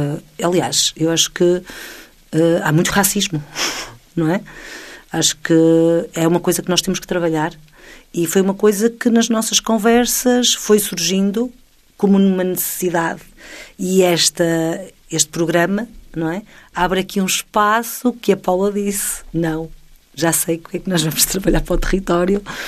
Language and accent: Portuguese; Mirandela, Norte, Portugal; now in Porto, Portugal; eu nasci em Mirandela e vim viver aqui para a cidade aos 29 anos de idade. E enquanto vivia no Porto, os meus avós transmontanos também tinham esta sensação, não é? Eu sentia-me transmontana, eu nasci em Trás-os-Montes.